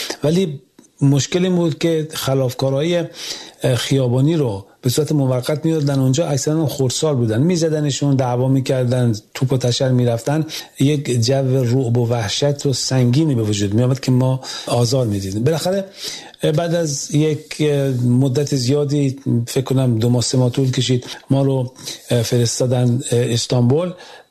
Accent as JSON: {"language": "Persian", "town": "Semirom", "region": "Isfahan", "country": "Iran", "tie": "born or raised there", "moved": "as an adult", "said": "من زاده سمیرام هستم، در میان کوهای زاگرس بزرگ شدم و با چنین طبیعتی آشنا بودم"}